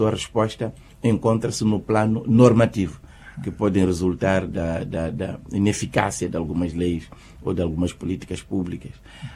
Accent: Mozambique; todos nós, como moçambicanos, através do exercício da nossa participação

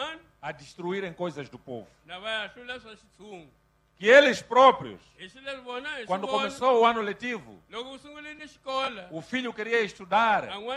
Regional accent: Mozambique; Nós, como moçambicanos, somos irmãos.

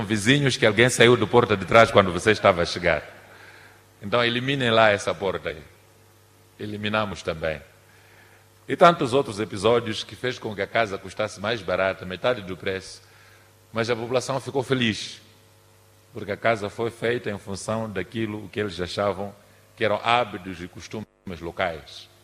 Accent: Mozambique; que a história deste momento que nós estamos a atravessar como moçambicanos desenhe um caminho para um futuro melhor

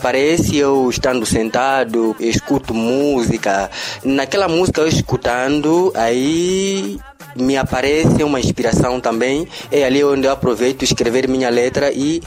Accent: Quelimane, Zambezia, Mozambique; Portuguese is a second language; moved away; also born or lived in Muxungue; Iniciei com o meu dialeto materno lá na terra em Quelimane

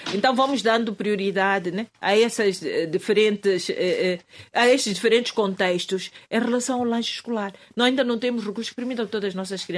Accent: Mozambique; Então é importante que todos juntos, como moçambicanos, avaliemos e tenhamos consciência que nós temos que mudar como adultos

